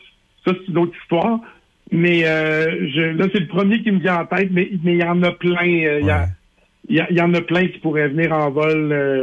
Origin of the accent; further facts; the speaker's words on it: Quebec City, Quebec, Canada; chez nous à Québec